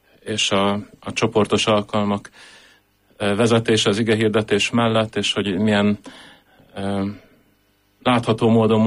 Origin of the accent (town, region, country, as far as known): Budapest, Hungary; born or raised there